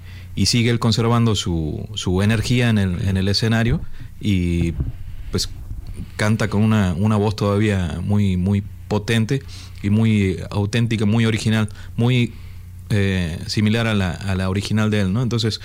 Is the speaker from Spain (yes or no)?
no; Argentina; now in Tijuana, Mexico; como argentinos y como tangueros y como gardelófilos, nos suena muy bien.